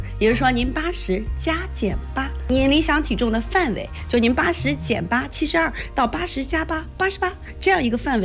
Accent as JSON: {"language": "Chinese", "country": "China"}